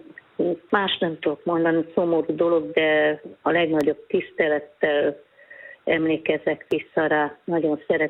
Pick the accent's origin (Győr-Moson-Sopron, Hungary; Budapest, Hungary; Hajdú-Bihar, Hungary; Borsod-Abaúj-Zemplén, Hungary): Budapest, Hungary; born there; Zuglóba laktak albérletbe. Én amerikai úti születtem, az Uzsoki, nem, az Uzsoki kórházba